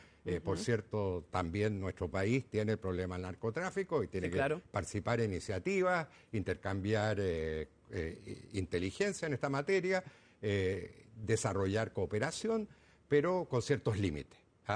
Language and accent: Spanish; Chile